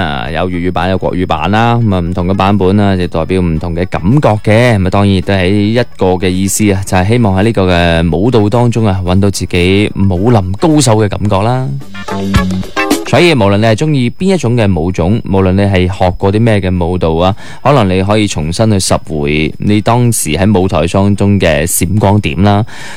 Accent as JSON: {"language": "Cantonese", "region": "Guangdong", "country": "China", "said": "我哋广东人"}